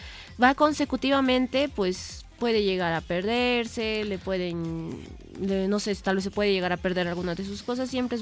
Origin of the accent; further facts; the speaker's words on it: Potosí, Bolivia; Al fin y al cabo es Potosí, nosotros somos de Potosí.